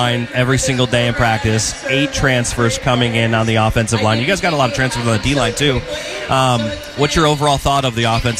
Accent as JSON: {"language": "English", "region": "Midwest", "country": "United States", "moved": "yes", "lives_now": "Tampa, United States", "said": "No, I'm from the Midwest, too."}